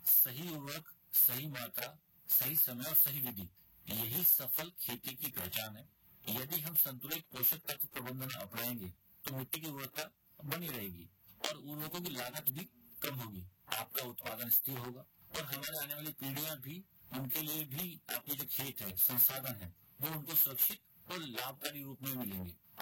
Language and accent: Hindi; Kutch, Gujarat, India; कच्छ की परिस्थितियाँ इस समस्या को और गंभीर बनाती है क्योंकि हमारा जिला पूर्ण रूप से शुष्क क्षेत्र में आता है जहाँ औसत वार्षिक जो वर्षा है हमारी वो 250 से 350 मिलीमीटर होती है।